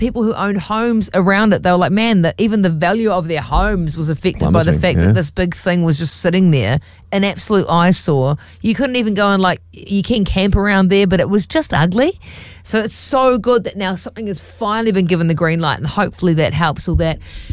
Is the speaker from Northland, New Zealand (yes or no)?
yes; Dargaville, Northland, New Zealand; And as a kid growing up in Dargaville, we would just be so excited to drive down to Auckland.